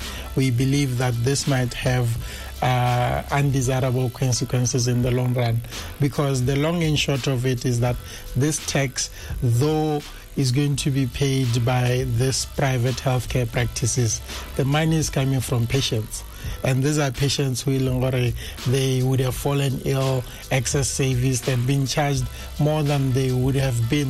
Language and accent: English; Ramotswa, South-East District, Botswana; I come from Ramotswa, just a stone throw away from here.